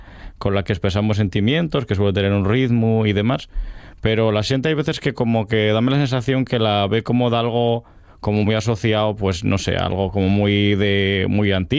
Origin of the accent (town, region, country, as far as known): Asturias, Spain